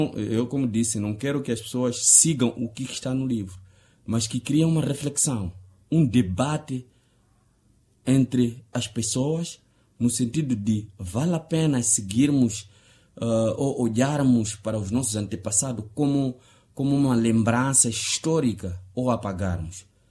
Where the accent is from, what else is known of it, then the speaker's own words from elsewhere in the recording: Angónia, Tete, Mozambique; moved away; Angônia. É lá onde eu cresci, é lá onde comecei a trabalhar, então é lá onde tenho meus amigos.